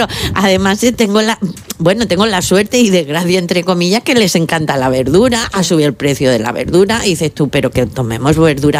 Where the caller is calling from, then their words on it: Cieza, Region of Murcia, Spain; soy de Cieza, que también saludo, aprovecho para saludar a mis paisanos.